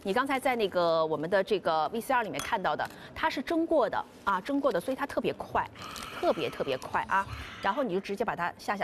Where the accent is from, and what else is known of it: Jiangxi, China